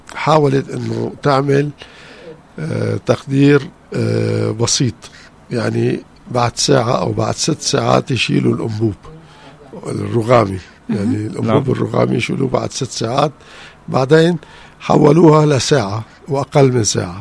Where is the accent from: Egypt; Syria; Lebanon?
Lebanon; moved away as an adult; also born or lived in France; now in Sanaa, Yemen; أنا طبيب لبناني، جراح قلب، متخصص بجراحة القلب، خريج جامعات فرنسا